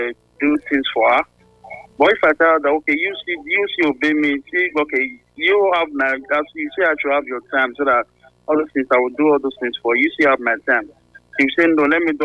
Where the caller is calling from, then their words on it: Mopa, Kogi, Nigeria; from Mopa.